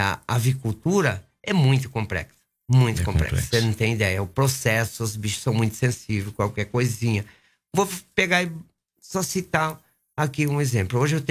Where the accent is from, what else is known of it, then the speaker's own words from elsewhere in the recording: Brazil; eu sou natural de Sapema.